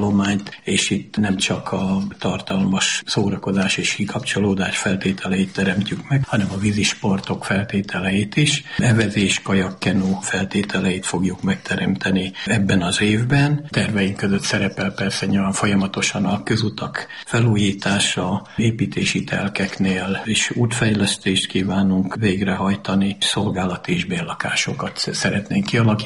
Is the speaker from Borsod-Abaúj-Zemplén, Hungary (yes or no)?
yes; Halmaj, Borsod-Abaúj-Zemplén, Hungary; Én magam is tőzsgyökeres halmainak vallom magam.